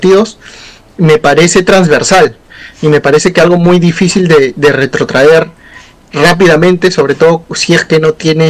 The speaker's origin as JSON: {"language": "Spanish", "country": "Peru", "said": "al final todos somos peruanos"}